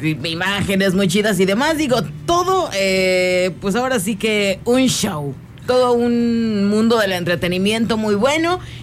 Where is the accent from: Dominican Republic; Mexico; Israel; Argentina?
Mexico; como mexicanos nos olvidamos un poco de la lucha libre